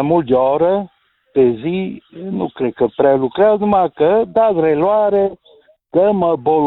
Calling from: Mureș County, Romania; din Mureș.

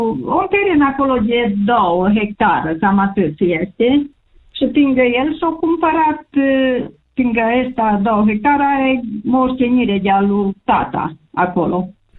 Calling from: Joseni, Romania; De la Joseni

